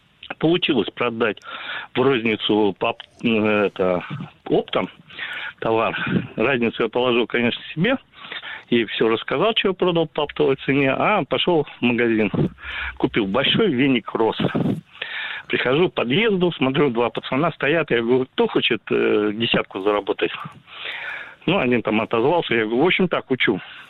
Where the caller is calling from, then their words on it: Novosibirsk, Novosibirsk Oblast, Russia; Я из Новосибирска.